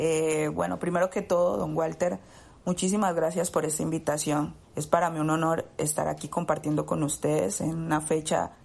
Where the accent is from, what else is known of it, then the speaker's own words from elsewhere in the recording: Buenaventura, Valle del Cauca, Colombia; now in Cali, Colombia; hablar de mi ciudad, porque aunque hoy vivo en Cali, por mi carrera deportiva, pues mi corazón siempre ha estado y siempre estará en Buenaventura. Cada vez que tengo la oportunidad, regreso a mi tierra